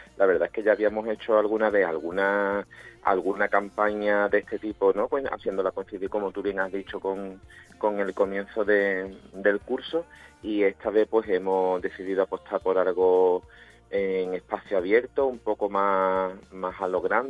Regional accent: Puerto Real, Andalusia, Spain; pero mira, se está haciendo esto en mi pueblo, en Puerto Real, en la asociación, el ayuntamiento, en mi pueblo

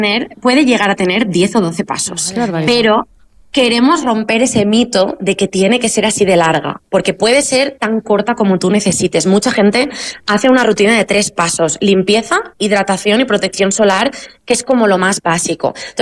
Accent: Valencia, Valencian Community, Spain; Yo soy valenciana

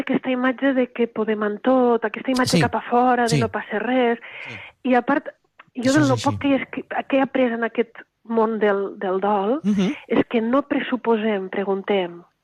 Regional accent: Lleida, Catalonia, Spain; jo sóc de Lleida

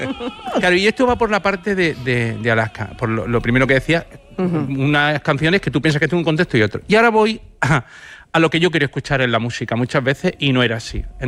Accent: Granada, Andalusia, Spain; Hacia la Torre de la Vela, que yo soy de Granada.

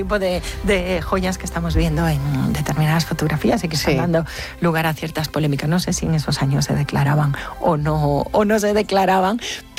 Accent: Galicia, Spain; Franco, como buen gallego que era, y no es que esté tirando para casa, que también

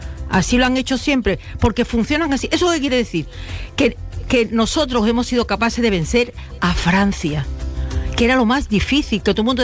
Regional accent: Málaga, Andalusia, Spain; yo soy de Málaga, pues yo quiero que gane España.

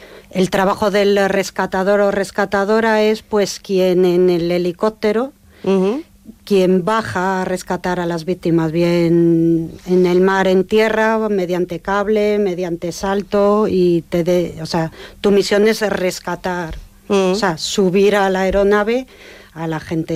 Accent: Burgos, Castile and León, Spain; born there; moved away; De Burgos, de nacimiento Burgos. Llegué a la isla y enamorada de la isla desde el primer momento.

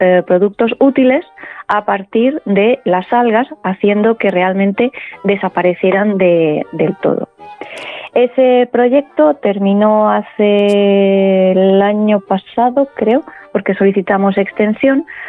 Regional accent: Murcia, Region of Murcia, Spain; born or raised there; now in Madrid, Spain

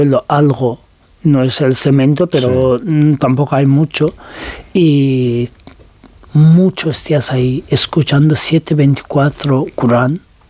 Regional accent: Turkey; now in Spain; Da igual que seas también turco, porque digo, soy turco y podía pasar más fácil que los otros muchos, pero de igual forma molestaban mucho y querían deportarme a Irán.

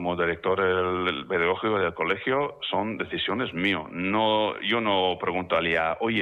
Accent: Ireland; Spanish is a second language; now in Spain; yo a veces soy extranjero, yo soy de Irlanda

